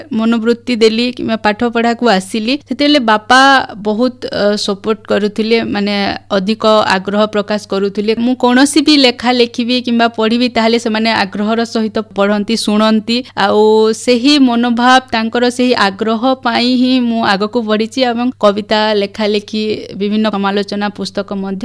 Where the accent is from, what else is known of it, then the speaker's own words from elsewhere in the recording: Kanapalli, Odisha, India; ଆମ ଗାଁଟା କନାପଲ୍ଲୀ, ଯେଉଁଟା ବରଗଡ଼ ଜିଲ୍ଲା ଅନ୍ତର୍ଭୁକ୍ତ, ଏବଂ ସେଠି ଆମର ଯେଉଁ ଯୌଥ ପରିବାର କୁହନ୍ତି, ମୋ ବାପାଙ୍କର 5 ଭାଇ